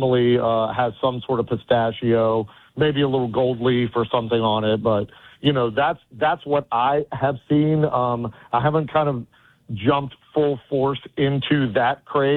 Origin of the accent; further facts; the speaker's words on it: West Virginia, United States; growing up in West Virginia